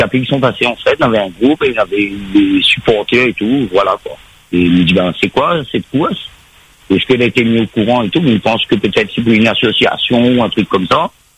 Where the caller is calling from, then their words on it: Saint-Louis, Réunion; je suis à Saint-Louis. Enfin, pas dans les bas. Moi, j'habite à la moitié, c'est-à-dire moitié dans les bas, moitié dans les hauts.